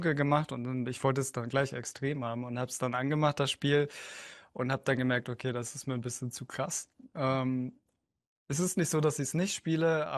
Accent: Schwerin, Mecklenburg-Vorpommern, Germany; Ich komme aus Schwerin, in Mecklenburg-Vorpommern.

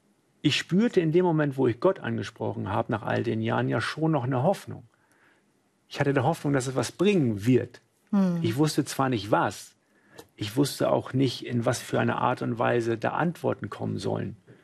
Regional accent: Hamburg, Germany; nach dem Everest nach Hamburg zurück bin, wo ich herkomme.

